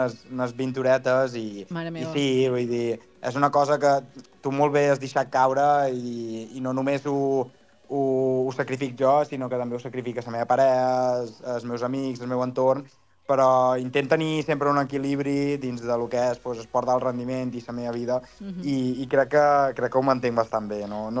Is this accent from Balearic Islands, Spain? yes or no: yes; Maó, Balearic Islands, Spain; moved away as an adult; also born or lived in Barcelona; jo soc d'Amó, encara que tingui mitja cama del castell